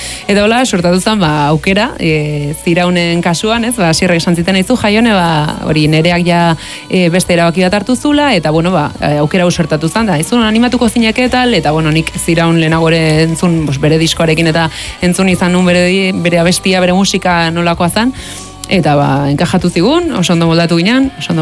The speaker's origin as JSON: {"language": "Basque", "town": "Hernialde", "region": "Basque Country", "country": "Spain", "tie": "born or raised there", "also_born_or_lived": "Lazkao", "moved": "as an adult", "lives_now": "Gernika, Spain", "said": "hori Gipuzko arra naiz, Tolosa inguruko hernialdekoa, eta, bueno, Lazkaun jaioa, baina hernialden bizia urte askoan. Eta hoxe, bueno, ba, Gernika bizitza etorri nintzen, ba, nire mutila hango dalako"}